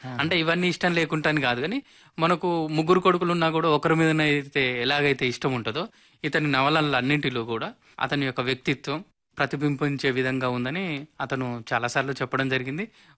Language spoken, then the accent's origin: Telugu; Nalgonda district, Telangana, India; మాది ఆరగూడెం గ్రామం, తిప్పర్తి మండలం, నల్లగొండ జిల్లా.